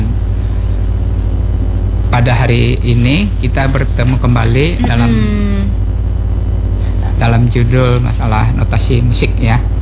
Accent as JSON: {"language": "Indonesian", "region": "South Kalimantan", "country": "Indonesia", "said": "Tapi kalau di ujar kita orang Banjar disurungi atau diserahkan notasi balok, dia bingung."}